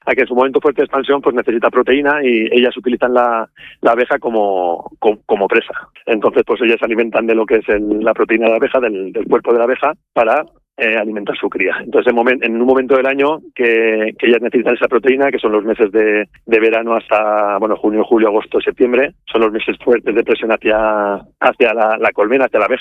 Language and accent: Spanish; Les Alqueries, Valencian Community, Spain; Sí, yo soy del pueblo de Salquerías, Salquerías del Niño Perdido.